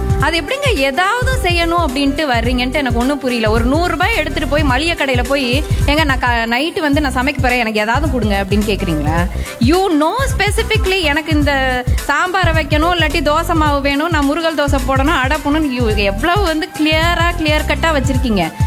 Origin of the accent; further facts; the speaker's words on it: Madurai, Tamil Nadu, India; திருப்பி என்னுடைய சொந்த ஊர் மதுரைக்கே வந்து இந்த மாதிரி டாக்குமெண்ட்ரி ஃபில்ம் மேக்கிங் பண்ணிட்டு இருக்கும்போது